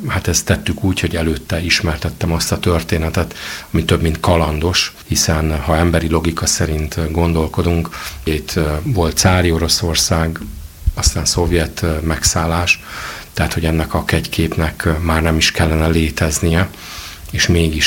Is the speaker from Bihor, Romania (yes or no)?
yes; Oradea, Bihor, Romania; now in Vilnius, Lithuania; nekünk magyaroknak aztán végkép, illetve egy nagyváradi származású vagyok